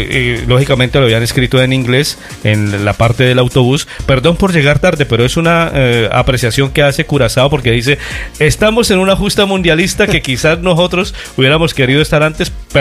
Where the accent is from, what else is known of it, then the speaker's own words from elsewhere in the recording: Colombia; Yo como colombiano, pues en 1962 no había nacido, lógicamente